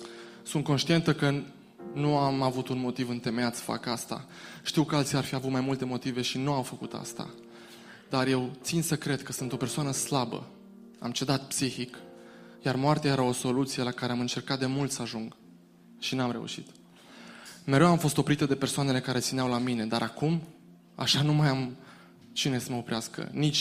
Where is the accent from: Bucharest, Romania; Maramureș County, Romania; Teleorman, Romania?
Maramureș County, Romania; Baia Mare; O fată din Baia Mare, eu sunt din Baia Mare, apropo, o fată din Baia Mare s-a aruncat de la etajul 7